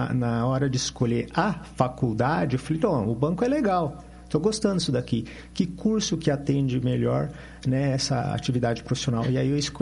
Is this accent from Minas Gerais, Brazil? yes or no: no; Maringá, Paraná, Brazil; born there; Eu nasci em Maringá, Pé Vermelho